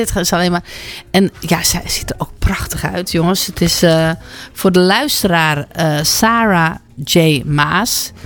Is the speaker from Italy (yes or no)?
yes; Italy; Ja, ik ben Italiaans.